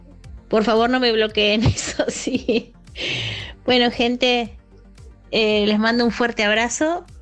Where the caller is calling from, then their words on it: Buenos Aires, Argentina; de Caballito.